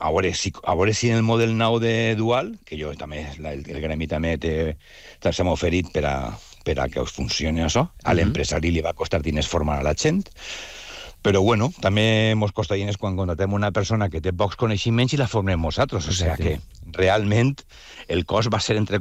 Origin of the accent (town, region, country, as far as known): Valencia, Valencian Community, Spain